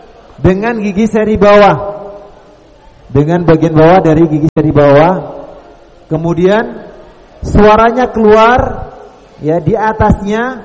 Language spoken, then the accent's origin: Indonesian; Java, Indonesia